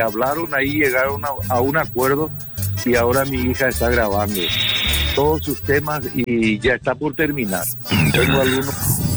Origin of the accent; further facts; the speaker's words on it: Paraguay; moved away; also born or lived in Taiwan; yo estuve en Taiwán como casi 28 años. Pero mi que salí de Paraguay se cumplió 40 años.